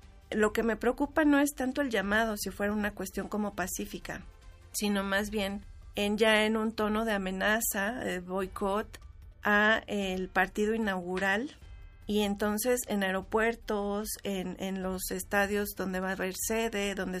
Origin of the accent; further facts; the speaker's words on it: Mexico; como mexicanos y mexicanas